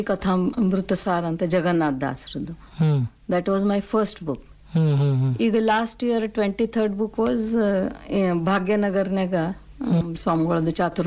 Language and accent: Kannada; Karnataka, India; also born or lived in Jabalpur / Maharashtra; now in Vijayapura, India; ಮೂಲತಃ ನಾವು ಕರ್ನಾಟಕದವ್ರೆ